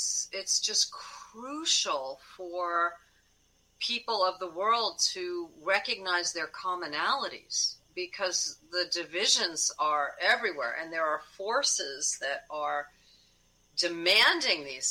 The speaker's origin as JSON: {"language": "English", "country": "United States", "said": "I've been a little nervous about being an American in another country"}